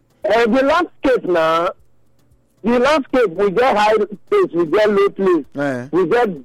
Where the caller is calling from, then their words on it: Benin City, Edo, Nigeria; I did Uselu Market.